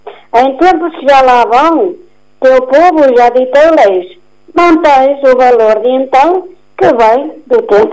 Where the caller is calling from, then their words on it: Portugal; Vou aqui dizer uma linda da minha aldeia, Valprados